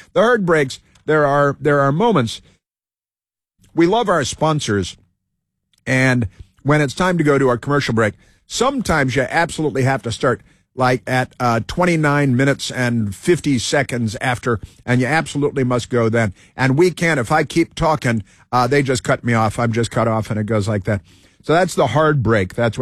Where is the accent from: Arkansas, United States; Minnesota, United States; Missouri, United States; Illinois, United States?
Illinois, United States; Chicago; I recall, yeah, growing up in Chicago and CTA.